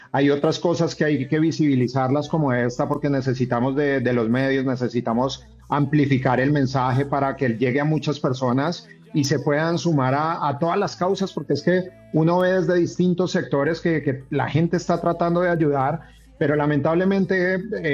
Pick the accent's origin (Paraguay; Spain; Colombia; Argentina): Colombia; Bogotá; now in Cali, Colombia; yo soy de Bogotá, pero amo Cali, me fui muy joven para allá y es una ciudad que me abrió las puertas y que amo profundamente y que me ha dado muchas cosas.